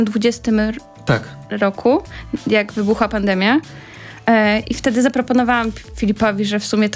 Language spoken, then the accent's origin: Polish; Podlaskie Voivodeship, Poland; jesteśmy z Podlasia, więc wszystko, co na ziemniaku, nie jest nam obce.